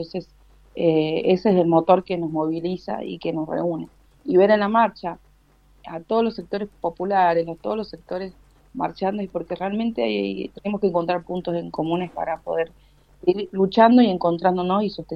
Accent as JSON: {"language": "Spanish", "region": "Mendoza", "country": "Argentina", "said": "yo a mi provincia, creo que nuestra provincia tiene mucha historia, mucha memoria"}